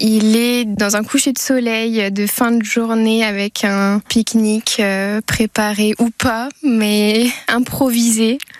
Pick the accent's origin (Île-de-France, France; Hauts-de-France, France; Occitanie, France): Hauts-de-France, France; Berry-au-Bac; de Berry-au-Bac et je suis dans les petits bonheurs ici Champagne-Ardenne. Je sais que je suis champenoise parce que j'adore les paysages de vignes.